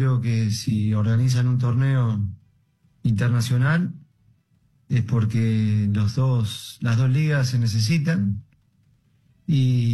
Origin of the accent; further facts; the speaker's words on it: Argentina; moved away; soy argentino